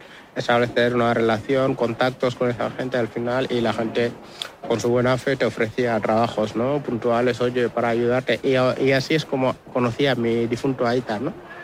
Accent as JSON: {"language": "Spanish", "country": "Senegal", "moved": "yes", "said": "porque yo cuando salí de Senegal no le dije a mi madre que iba a coger una patera, yo le dije a mi madre que iba a jugar un partido de fútbol."}